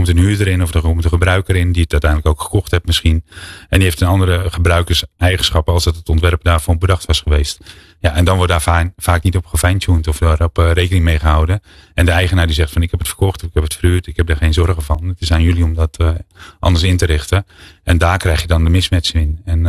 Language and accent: Dutch; Netherlands; En het verbaast mij dat wij dat niet als Nederlanders aan het doen zijn.